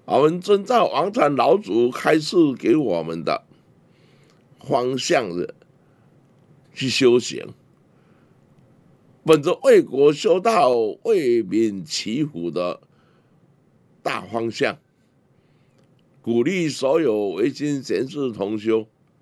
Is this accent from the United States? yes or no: no; Taiwan